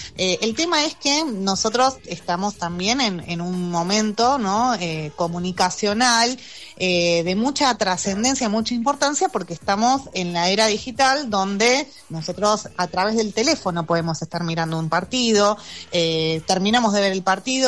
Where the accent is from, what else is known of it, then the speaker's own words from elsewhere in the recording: Argentina; a nosotros como argentinos y argentinas